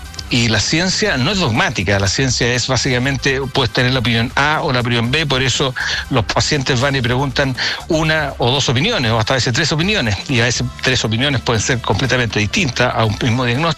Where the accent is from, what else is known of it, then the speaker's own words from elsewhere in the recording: Concepción, Biobío, Chile; yo soy de Concepción